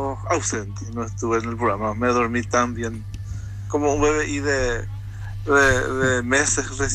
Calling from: San Bernardino, Cordillera, Paraguay; ¿verdad? Vivo en San Bernardino. Cordillera

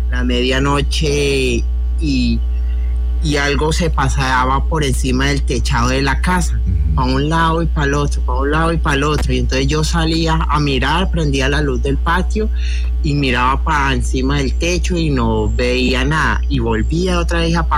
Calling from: Venadillo, Tolima, Colombia; Desde acá del norte del Tolima, desde una vereda del municipio de Venadillo

